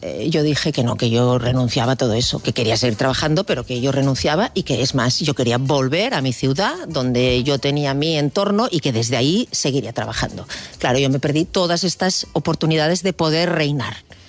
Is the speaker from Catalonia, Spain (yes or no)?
yes; Catalonia, Spain; Pero es porque yo dije que como catalán no había pareja, no, esto dije, no había pareja más catalana que la nuestra, dije.